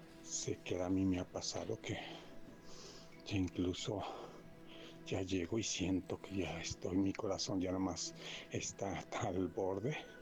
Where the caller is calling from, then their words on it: Puebla, Mexico; de Puebla.